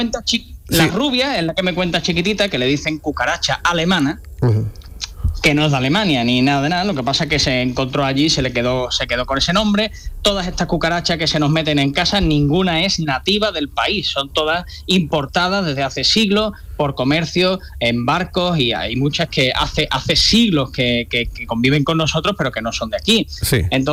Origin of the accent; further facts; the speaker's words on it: Cádiz, Andalusia, Spain; now in Madrid, Spain; Yo soy de Cádiz, ¿no? Estoy aquí trabajando en Madrid, yo soy de Cádiz.